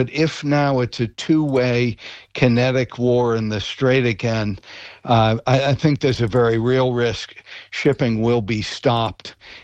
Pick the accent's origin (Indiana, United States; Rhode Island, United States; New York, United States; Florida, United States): New York, United States; Well, it's, listen, I'm not only a New Yorker, I'm a renter in New York.